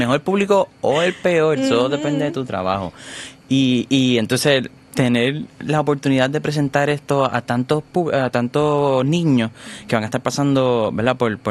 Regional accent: San Juan, Puerto Rico; Yo soy de San Juan, pero mi mamá es de Rincón, así que soy miti

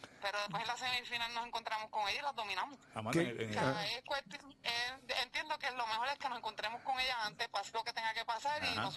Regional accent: Puerto Rico; Y soy bien puertorriqueña

